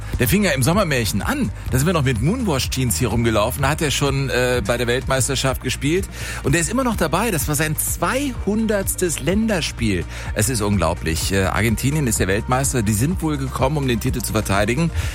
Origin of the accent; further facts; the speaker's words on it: Germany; Interessant für uns als Deutsche.